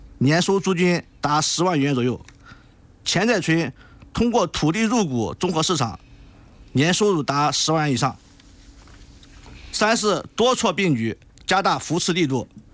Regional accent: Tengzhou, Shandong, China; 我们这个村里这个村容中貌、你一进去以后就是感觉非常非常的干净

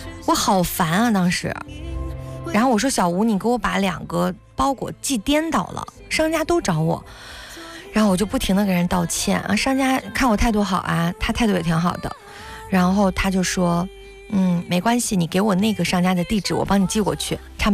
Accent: Shandong, China; born there; 我有的时候特别感恩我生在山东，我是一个山东的女孩，

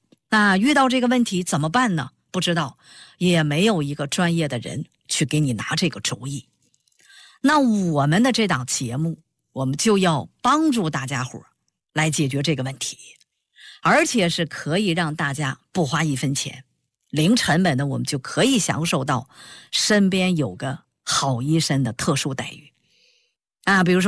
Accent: China; 中医呢是我们中国人的根。

